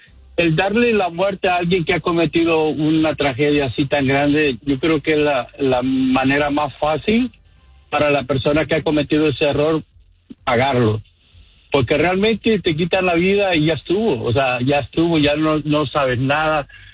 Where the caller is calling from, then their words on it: New Jersey, United States; Ya aquí desde Nueva Jersey saludándote.